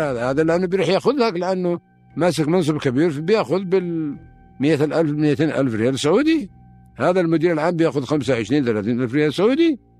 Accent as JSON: {"language": "Arabic", "country": "Yemen", "said": "نحن يا يمنيين"}